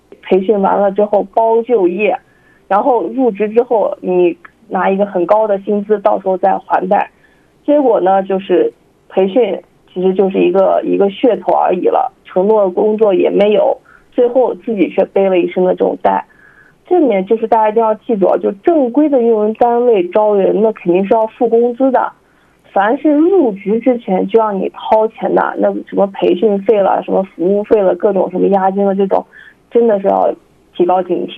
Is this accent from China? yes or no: yes; Xinjiang, China; 咱们新疆